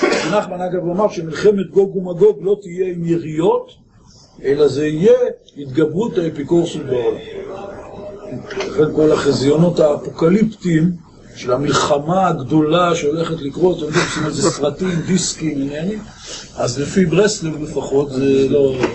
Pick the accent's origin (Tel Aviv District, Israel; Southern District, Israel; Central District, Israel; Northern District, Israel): Central District, Israel; Rishon LeZion; אני גדלתי בארץ ישראל, דור רביעי בארץ ישראל, נולדתי בראשון לציון